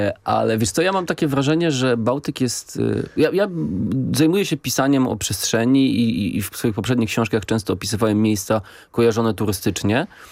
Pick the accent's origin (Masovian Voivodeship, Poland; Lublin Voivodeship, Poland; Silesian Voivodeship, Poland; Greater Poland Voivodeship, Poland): Masovian Voivodeship, Poland; Warsaw; a ja z Warszawy jadąc nad morze myślę przede wszystkim o Trójmieście, a nie o Międzyzdrojach